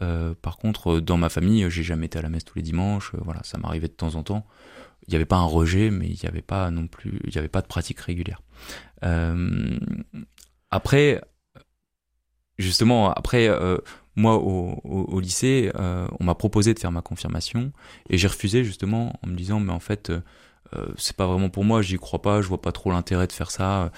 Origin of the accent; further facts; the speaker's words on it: Tourcoing, Hauts-de-France, France; Alors moi, j'ai grandi à Tourcoing, dans une famille qui avait des racines chrétiennes. J'ai été baptisé, j'étais à l'école catholique à Tourcoing, puis à Lille à Saint-Paul.